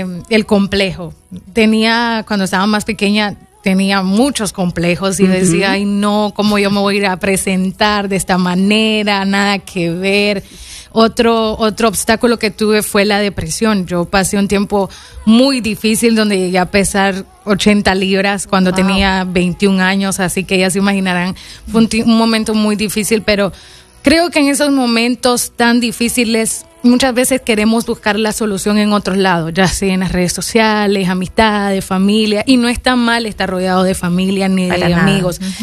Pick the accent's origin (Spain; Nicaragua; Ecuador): Nicaragua; mi mamá y mi papá, obviamente, somos nicaragüenses